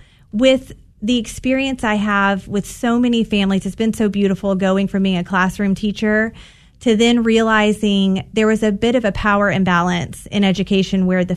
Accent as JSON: {"language": "English", "region": "Texas", "country": "United States", "said": "and I'm from East Texas. I didn't know anybody that was homeschooled"}